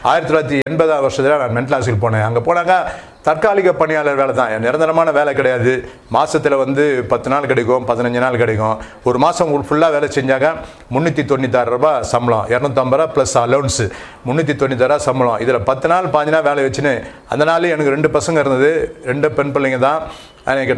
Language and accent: Tamil; Chennai, Tamil Nadu, India; நான் ஒரு இந்து குடும்பத்தில் பிறந்தேன். … நான் ராயபுரத்தில் மீனாட்சி அம்மன் பேட் என்ற பகுதியில் பிறந்து வளர்ந்தேன்.